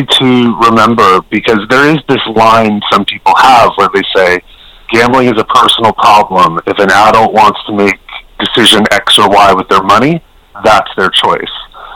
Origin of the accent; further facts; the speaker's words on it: Nova Scotia, Canada; So I grew up in Cape Breton, and we had one of the first casinos in the country, actually, 1995. So I grew up alongside that.